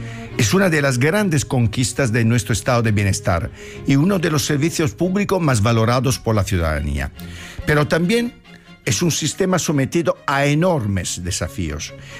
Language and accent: Spanish; Italy; now in Spain